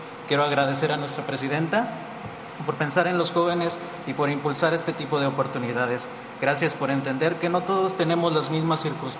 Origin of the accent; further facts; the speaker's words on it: Ciudad Victoria, Tamaulipas, Mexico; born there; Tengo 26 años y nací en Ciudad Victoria, Tamaulipas.